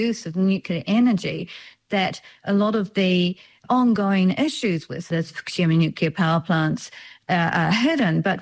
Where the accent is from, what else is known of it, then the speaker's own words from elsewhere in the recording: New Zealand; for me as a New Zealander